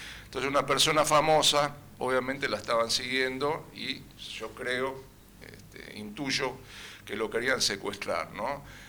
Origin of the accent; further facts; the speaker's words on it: Argentina; moved away; nosotros somos tan argentinos como todos.